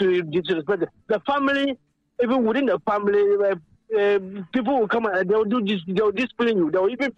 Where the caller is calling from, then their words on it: Teshie-Nungua, Greater Accra, Ghana; I'm calling from Teshinungwa.